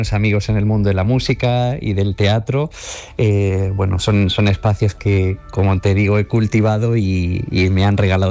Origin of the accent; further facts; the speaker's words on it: Granada, Andalusia, Spain; moved away; Yo soy granadino, desde niño me ha acompañado.